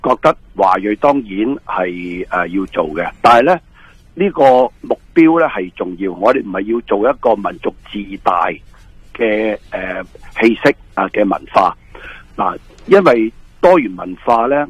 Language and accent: Cantonese; Canada; 其实都系我哋加拿大人。